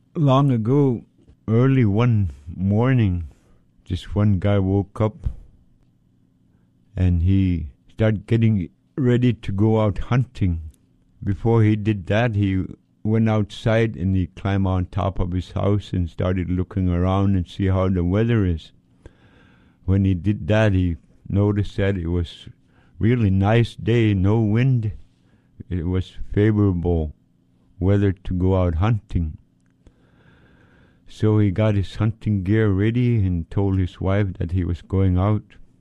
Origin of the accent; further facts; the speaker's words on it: Point Hope, Alaska, United States; I'm an Inupiaq from Tikilak, Point Hope, Alaska.